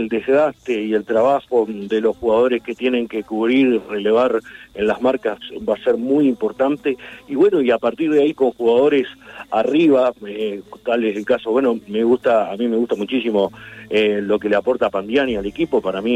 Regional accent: Uruguay; como uruguayo siempre tenemos el hábito o el pensamiento de que lo que está funcionando no lo tocamos

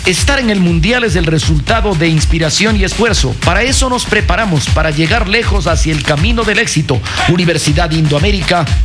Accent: Ecuador; Vea, que nos eliminaron, que nos faltó esto, pero somos ecuatorianos, pues.

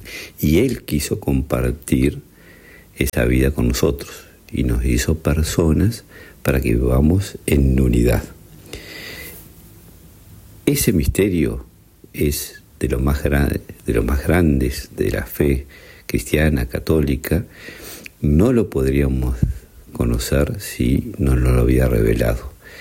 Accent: Uruguay; como uruguayos muchas veces nos pasa que decimos creo a mi manera

